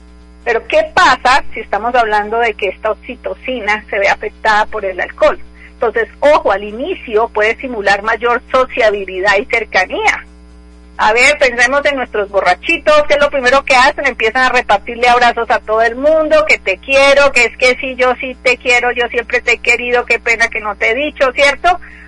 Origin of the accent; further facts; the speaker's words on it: Colombia; yo también, Colombia, que acabamos de tener estas elecciones